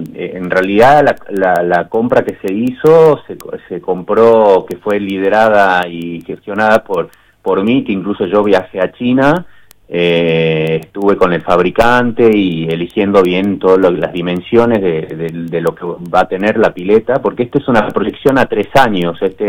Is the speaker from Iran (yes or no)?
no; Argentina